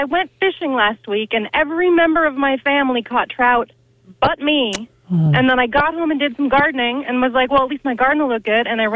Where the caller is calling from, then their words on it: Ferndale, Washington, United States; I'm calling on my way to work from Ferndale.